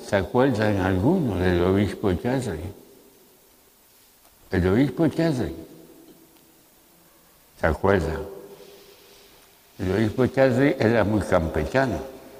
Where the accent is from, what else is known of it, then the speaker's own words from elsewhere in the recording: Canary Islands, Spain; nosotros somos privilegiados, los canarios